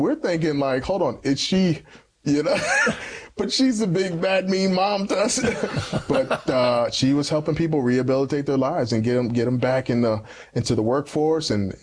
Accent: Tampa, Florida, United States; Yeah. So, born and raised in Tampa, Florida.

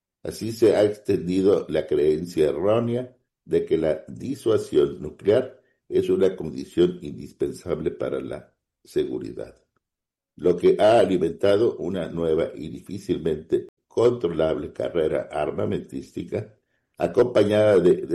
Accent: Mexico; los que somos mexicanos

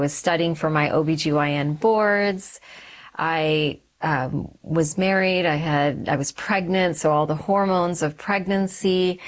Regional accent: Texas, United States; also born or lived in Calgary, Canada / Sri Lanka; So I was born in Canada. Okay. I was born in Calgary, and then my family shifted to the States. So I grew up in Texas for a while

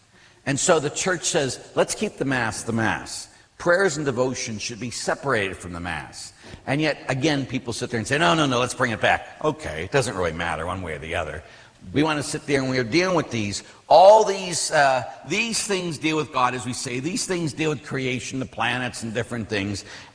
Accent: Pittsburgh, Pennsylvania, United States; when I was a kid, I grew up in Pittsburgh

